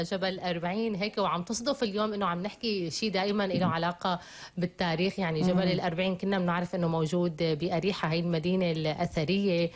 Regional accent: Syria; وإن كان نحن كسوريين عنا شوية حساسية تجاه هالموضوع

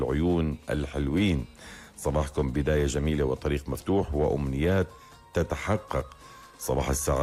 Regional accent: Syria; now in Istanbul, Turkey; من الشام مقيمة في اسطنبول، عمري 8 سنوات

